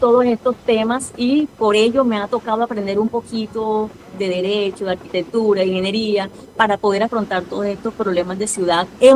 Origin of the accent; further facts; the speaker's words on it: Caribbean Region, Colombia; born there; now in Barranquilla, Colombia; yo no soy barranquillera, yo nací en la Sabana del Caribe, pero esta es mi segunda patria. Soy hija adoptiva de Barranquilla, pero amo esta ciudad como ustedes no se imaginan.